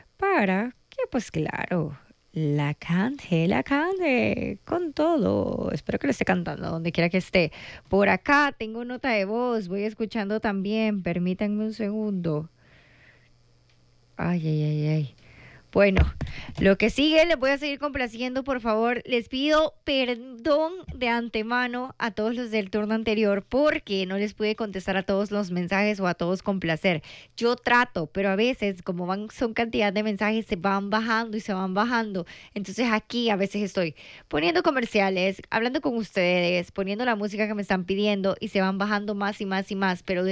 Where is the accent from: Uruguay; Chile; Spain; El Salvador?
El Salvador; Eastern El Salvador; moved away; mi mamá anduvo por allá por Oriente, porque nosotros somos de Oriente.